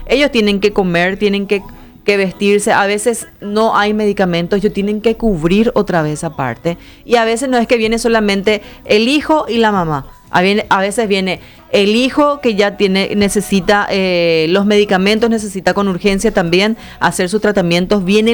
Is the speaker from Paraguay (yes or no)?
yes; Paraguay; Nosotros como paraguayos no estamos todavía interiorizados lo que es salvar una vida.